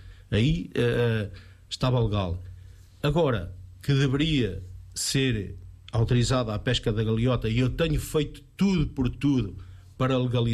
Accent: Gafanha, Aveiro, Portugal; nós gafanhões

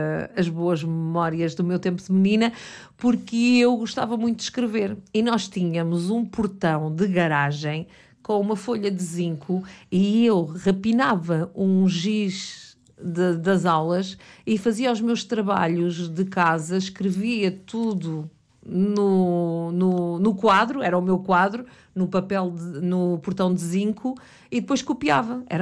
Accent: Montijo, Lisbon, Portugal; tu és do Afonsoeiro, eu sou do Alto Estanqueiro.

